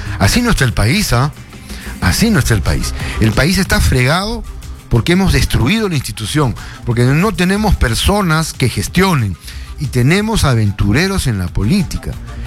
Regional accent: Peru

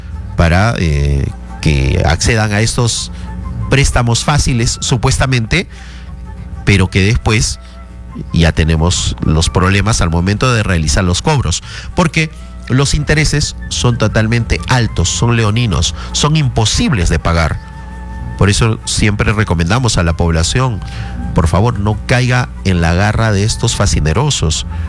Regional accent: Arequipa, Peru

